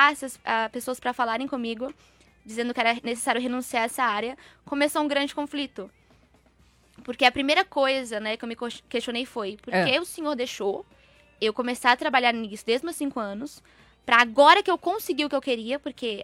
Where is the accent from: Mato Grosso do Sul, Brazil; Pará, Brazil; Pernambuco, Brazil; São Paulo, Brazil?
São Paulo, Brazil; born there; Sim, já em São Paulo. Eu nasci aqui em São Paulo, né?